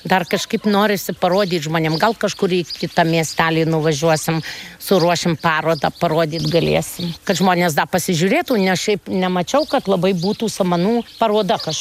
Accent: Kaunas, Kaunas County, Lithuania; born there; moved away; gimiau Kaune ir miestietė ir aš galvoju, nu, kad aš nežinau, ar aš kada kaime gyvensiu. Bet taip išėjo, kad aš miestelį gyvenu, nu, bet beveik kaip kaime, bet jau daug metų čia gyvenu, 38 metai kaip gyvenu.

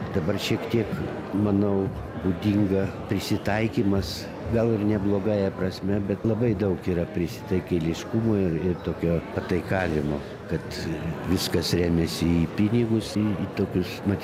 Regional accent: Šiauliai, Šiauliai County, Lithuania; moved away as an adult; also born or lived in Kaunas

